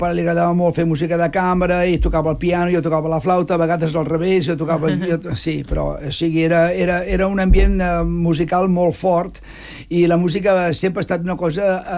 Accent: Catalonia, Spain; això és un deure moral com a català

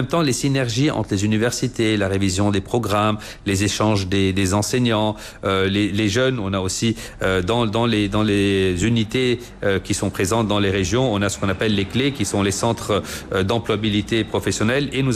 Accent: Lebanon; en tant que Libanais, être francophone est un grand atout, à côté de l'anglais et de l'arabe aussi.

